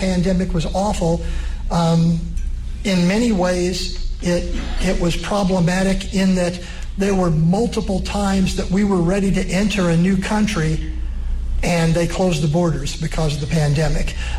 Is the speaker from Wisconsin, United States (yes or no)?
no; Huntingburg, Indiana, United States; now in Evansville, United States; when I was a kid growing up in Huntingburg